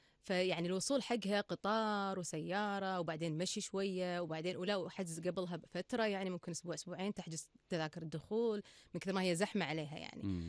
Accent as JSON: {"language": "Arabic", "country": "Kuwait"}